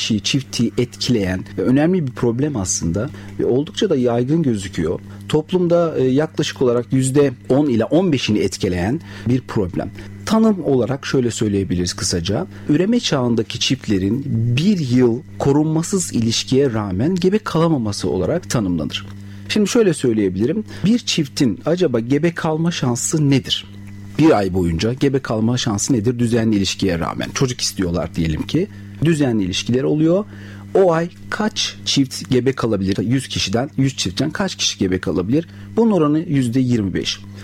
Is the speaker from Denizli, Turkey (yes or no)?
yes; Denizli, Turkey; 1974 yılında Denizli'de doğdum. 38 yaşındayım. İlk ve orta öğretimimi Denizli'de tamamladıktan sonra İzmir Fen Lisesi'ni kazandım.